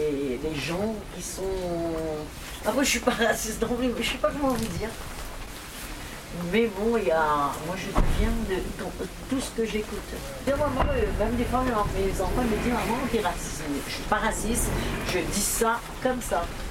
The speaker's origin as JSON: {"language": "French", "country": "France", "said": "Et pourtant, je suis française."}